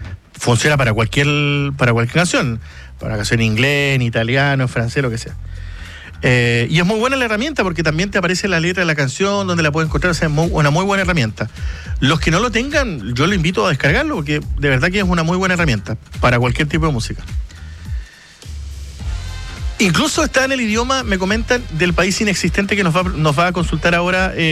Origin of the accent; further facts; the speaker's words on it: Chile; no me gusta el inglés porque no me gusta el inglés, porque soy chileno y porque no me gusta la música en inglés.